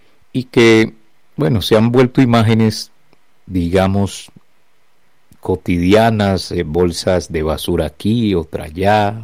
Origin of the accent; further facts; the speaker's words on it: Buenaventura, Valle del Cauca, Colombia; Bello puerto del mar, mi Buenaventura. Linda mi tierra, hermosa, espectacular.